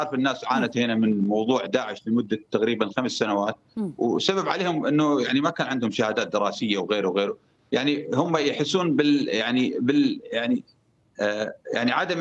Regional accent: Deir ez-Zor Governorate, Syria; عندنا بالمحافظة

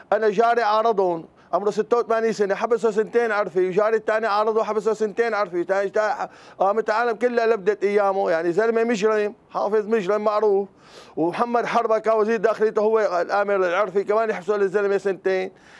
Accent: Syria; العلم السوري رفع رأسنا ونحن وين نطلع؟ يعني أنا بعرف هلأ إذا بدي أطلع من أرضي هلأ أنا كل سورية أرضي

